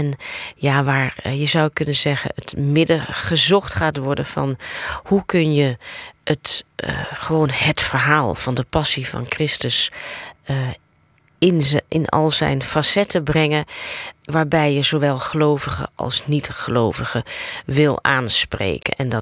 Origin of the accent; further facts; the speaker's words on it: Amsterdam, North Holland, Netherlands; In en vanuit de Ons Lieve Vrouwenkerk aan de Keizersgracht in Amsterdam. En ja, ik vind dat dan toch ook wel extra leuk als ik het erbij mag vermelden. Want dat is dus eigenlijk mijn, de plek waar ik opgegroeid ben.